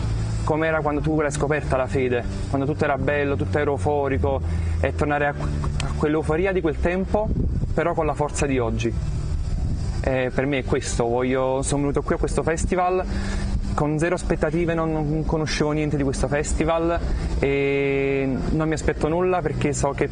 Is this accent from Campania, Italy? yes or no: yes; Naples, Campania, Italy; vengo da Napoli